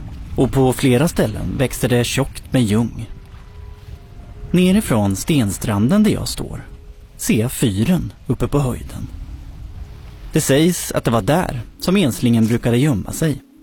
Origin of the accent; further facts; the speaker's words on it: Motala, Östergötland, Sweden; som liten grabb under min uppväxt i Motala